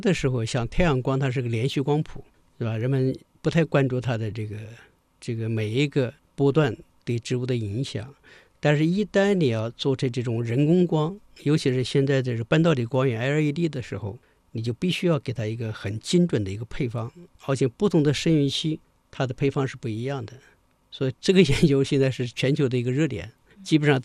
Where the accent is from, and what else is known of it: China